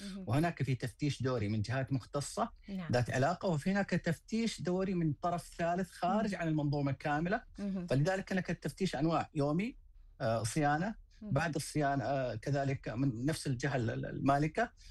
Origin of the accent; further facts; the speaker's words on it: Saudi Arabia; عندنا في السعودية